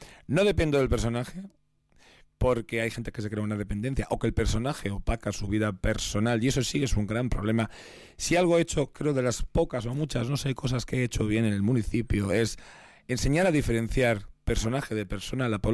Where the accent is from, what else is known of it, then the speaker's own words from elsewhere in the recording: Basque Country, Spain; somos vascos